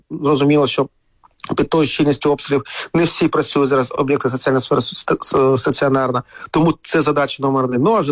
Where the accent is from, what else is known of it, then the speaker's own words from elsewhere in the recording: Kharkiv, Kharkiv Oblast, Ukraine; Якщо говорити про мій рідний Харків